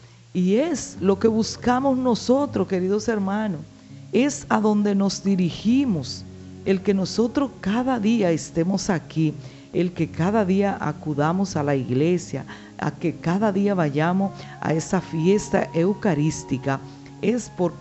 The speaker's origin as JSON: {"language": "Spanish", "country": "Dominican Republic", "said": "como dominicanos al fin, pues tenemos que celebrar"}